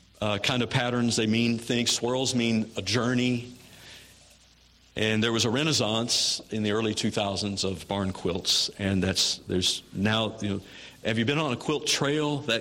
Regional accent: Missouri, United States; You know, the Battle of Wilson's Creek is much remembered in my hometown.

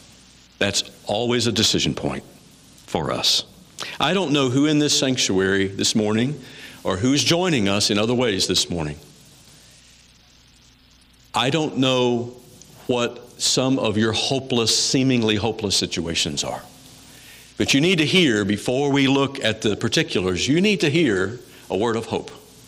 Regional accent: Missouri, United States; My hometown in Missouri was near the site of an early Civil War battle, the Battle of Wilson's Creek.

